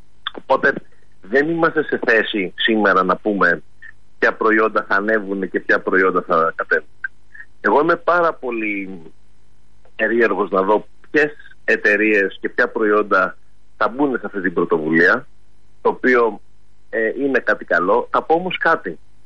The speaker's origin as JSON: {"language": "Greek", "country": "Greece", "said": "Εμείς εδώ στην Ελλάδα"}